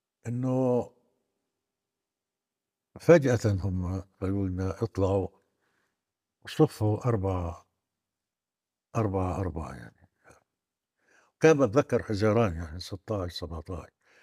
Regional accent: Gaza, Gaza Strip, Palestine; moved away; أنا طويل من غزة

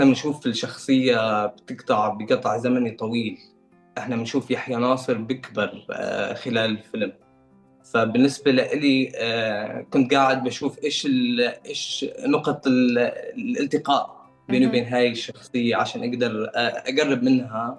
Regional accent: Syria; نحن السوريين، يعني مطرحي كسوري نحن ربينا على مناصره القضيه الفلسطينيه

